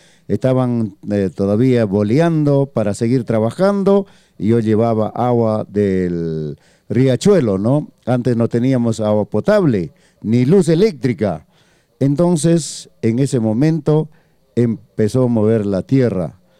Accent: Ancash, Peru; como yo soy de Coyur

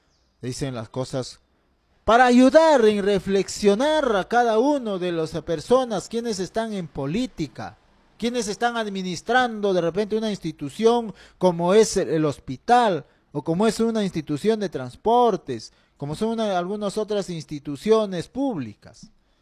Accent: Junín, Peru; moved away; also born or lived in Ricrán, Jauja, Junín; mi centro poblado donde me vio crecer, centro poblado Unión Autiqui

